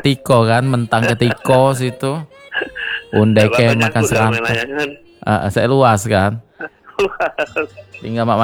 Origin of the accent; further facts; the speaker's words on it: Sekayu, South Sumatra, Indonesia; kita jadi uang Sekayu